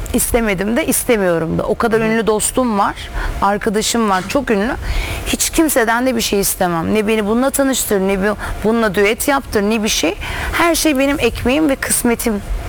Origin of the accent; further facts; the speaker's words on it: Adana, Turkey; moved away as an adult; now in Istanbul, Turkey; Adanalıyım. Orada okudum, bitirdim.